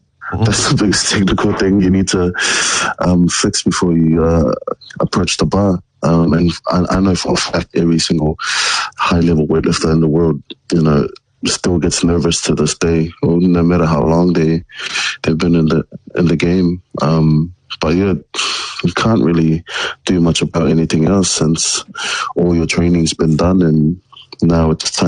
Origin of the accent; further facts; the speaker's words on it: New Zealand; being a New Zealander